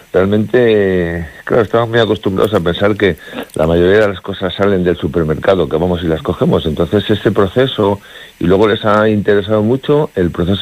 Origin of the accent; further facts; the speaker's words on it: Pozuelo de Alarcón, Community of Madrid, Spain; moved away as an adult; now in Montaña Palentina, Spain; En Madrid. Yo nací y viví en Pozuelo de Alarcón toda mi vida. Y entonces, hace unos años, ya va para 9, me vine para acá.